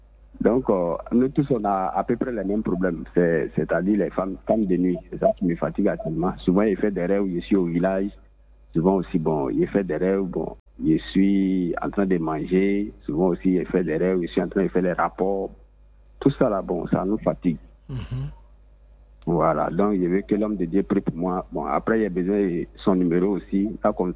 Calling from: Abidjan, Côte d’Ivoire; J'appelle de Yopougon-Yesco.

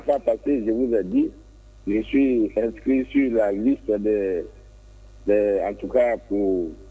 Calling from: Danané, Montagnes, Côte d’Ivoire; je suis à Danané, hein, c'est pas tout près.

